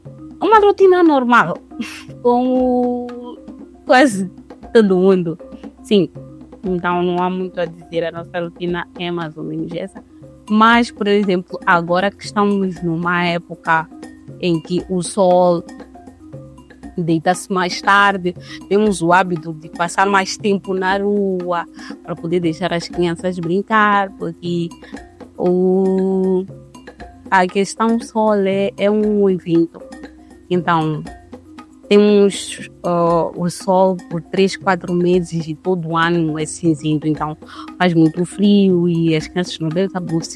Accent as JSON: {"language": "Portuguese", "country": "Mozambique", "lives_now": "France", "said": "Então, é interessante ser mulher e ser moçambicana a viver na França por causa disso."}